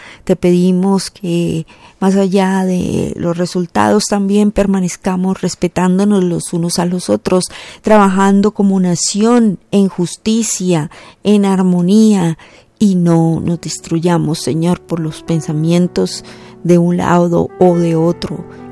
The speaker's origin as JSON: {"language": "Spanish", "country": "Colombia"}